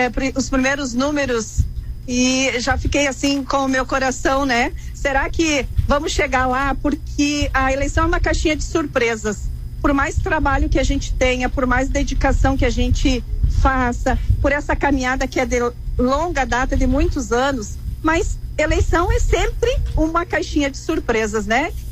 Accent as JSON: {"language": "Portuguese", "town": "Soledade", "region": "Rio Grande do Sul", "country": "Brazil", "tie": "born or raised there", "said": "Eu que sou do interior, eu sou lá de Soledade, nasci lá com muito orgulho, sou filha de agricultores"}